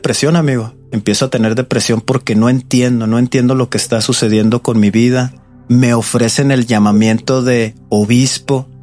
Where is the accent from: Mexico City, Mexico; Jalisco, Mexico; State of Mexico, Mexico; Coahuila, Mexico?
Coahuila, Mexico; Torreón; moved away as an adult; now in Morelia, Mexico; Yo soy de Torreón, Coahuila, y viajamos a Morelia hacia el centro de México.